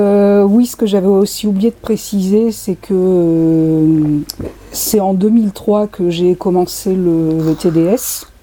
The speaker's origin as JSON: {"language": "French", "town": "Clermont-Ferrand", "region": "Auvergne-Rhône-Alpes", "country": "France", "tie": "born there"}